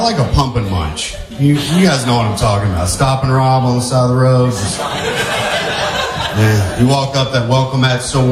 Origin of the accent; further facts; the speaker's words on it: Kentucky, United States; Oh, Kentucky right there. That's my hometown, you know?